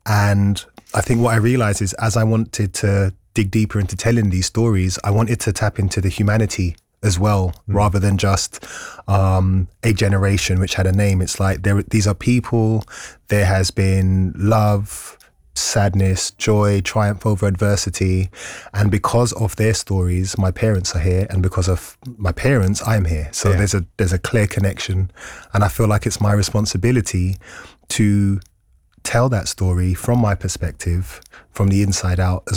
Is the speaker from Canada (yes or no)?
no; London, United Kingdom; I think my influence is just from being a Londoner.